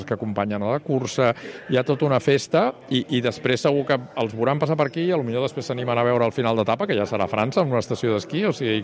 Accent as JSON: {"language": "Catalan", "town": "Barcelona", "region": "Catalonia", "country": "Spain", "said": "Jo que sóc barceloní, però que estic molt vinculat també aquí al Vallès i tinc amics aquí a Sant Feliu"}